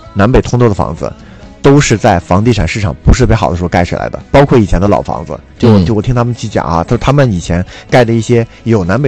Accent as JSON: {"language": "Chinese", "region": "Northeast China", "country": "China", "moved": "yes", "lives_now": "Hainan, China", "said": "就只有我们北方人，我们东北人，就我们喜欢南北通透。"}